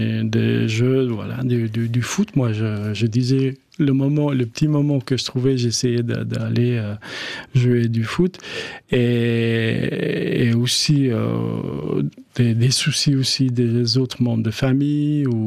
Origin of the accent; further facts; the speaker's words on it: Kosovo; moved away as an adult; Quand je suis parti du Kosovo, j'avais 18 ans.